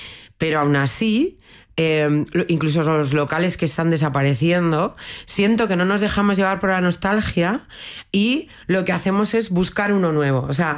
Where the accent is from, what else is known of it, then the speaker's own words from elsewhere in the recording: Bilbao, Basque Country, Spain; Y en esto igual soy un poco vasca de siglo XX.